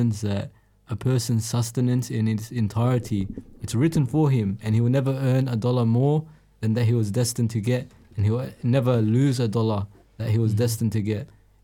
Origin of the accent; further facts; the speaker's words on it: Australia; Born and bred in Australia